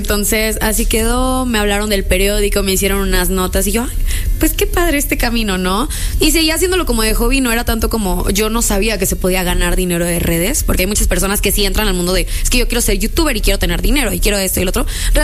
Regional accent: Reynosa, Tamaulipas, Mexico; moved away; also born or lived in Monterrey, Nuevo León; Yo nací en Monterrey. Pero toda mi infancia la viví en Reynosa.

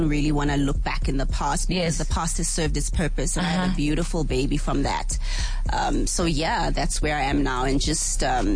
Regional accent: KwaZulu-Natal, South Africa; because I was also from the Midlands

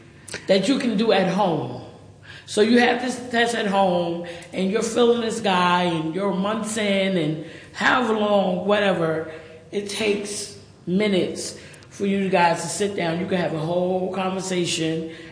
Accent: New Jersey, United States; Well, I'm one of six. My mother had six kids. Growing up in Jersey, we were real family oriented.

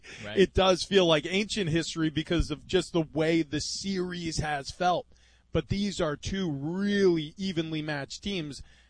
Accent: New York, United States; I grew up in New York. I grew up a Knicks fan.

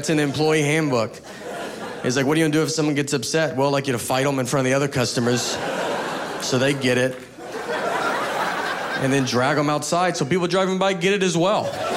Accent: the South, United States; Growing up in the South, no one honks ever.

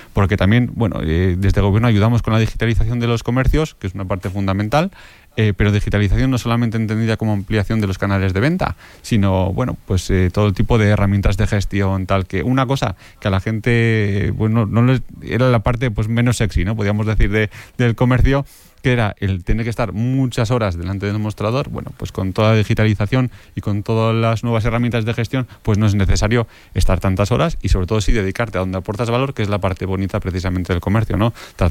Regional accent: Estella, Navarre, Spain; Por ejemplo, en Estella, de donde soy yo, hay comercios de gente joven que al final se han sumado

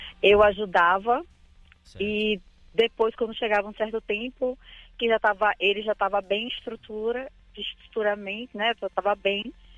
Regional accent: Bahia, Brazil; Que eu sou baiana, sou da Bahia.

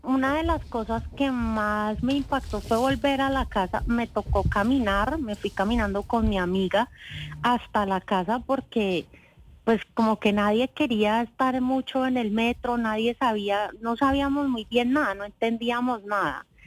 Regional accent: Colombia; now in New York, United States; mi amiga es de Venezuela, yo soy de Colombia, y mi otro amigo de San Diego, todos éramos de otras partes, nadie era de Nueva York

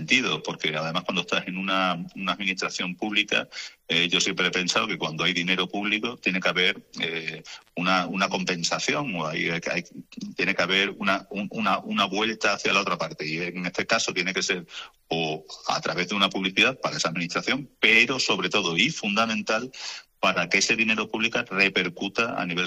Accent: Cáceres, Extremadura, Spain; porque yo soy un cacereño.

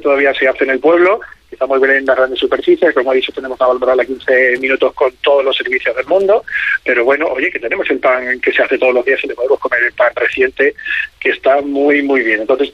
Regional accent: Extremadura, Spain; paisanos somos todos los extremeños

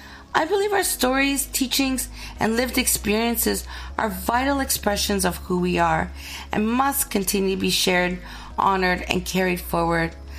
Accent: British Columbia, Canada; from the Gwasala Nakwata Nation.

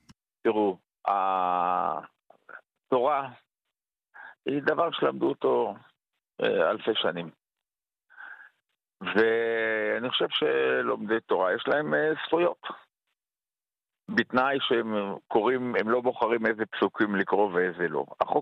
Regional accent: Northern Israel, Israel

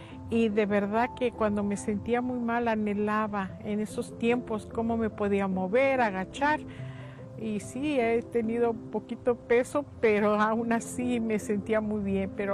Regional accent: Mexico City, Mexico; Yo soy de la Ciudad de México.

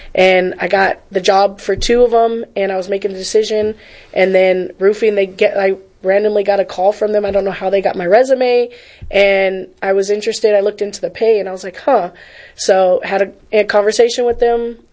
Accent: Tennessee, United States; also born or lived in Fresno, California; Yes. Yeah, and then I grew up, it's funny, I'm from Fresno, but I also grew up in East Tennessee outside of Knoxville and Anderson County, and I grew up climbing up trees and stuff

